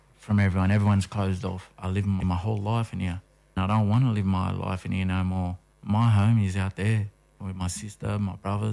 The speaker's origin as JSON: {"language": "English", "town": "Walgett", "region": "New South Wales", "country": "Australia", "tie": "born there", "said": "I was around 5. My mum let me go and live up Walgett with my father, family"}